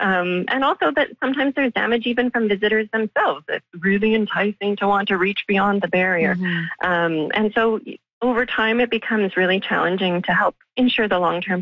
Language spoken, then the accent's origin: English; Winnipeg, Manitoba, Canada; I was born and raised here in Winnipeg, so I grew up with this museum.